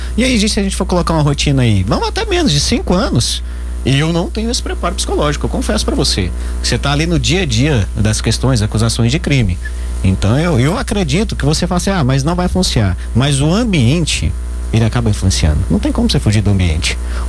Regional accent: Araputanga, Mato Grosso, Brazil; moved away; Sou de Mato Grosso, mas eu já tô aqui.

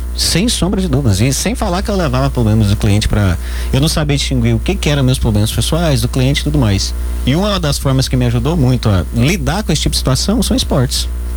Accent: Araputanga, Mato Grosso, Brazil; moved away; Sou de Mato Grosso, mas eu já tô aqui.

